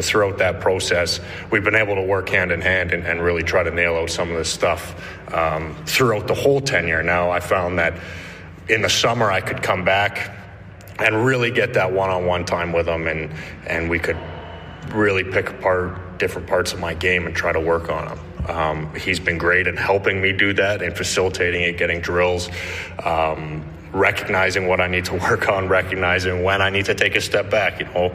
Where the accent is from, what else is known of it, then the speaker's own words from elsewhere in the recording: Calgary, Alberta, Canada; I also love winter. I know that sounds odd, but I grew up in Calgary. Hockey's played in the snow.